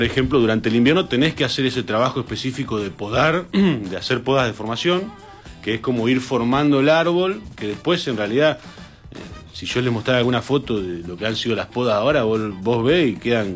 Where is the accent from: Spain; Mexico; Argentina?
Argentina; La Pampa; somos de La Pampa